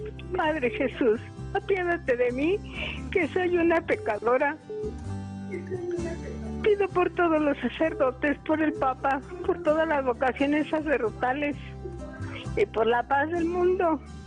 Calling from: Ciudad Hidalgo, Michoacán, Mexico; Hablo de Ciudad Hidalgo, Michoacán.

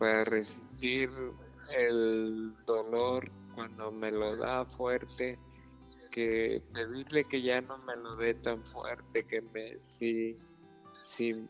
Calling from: Tecalitlán, Jalisco, Mexico; De Tecalitlán, Jalisco

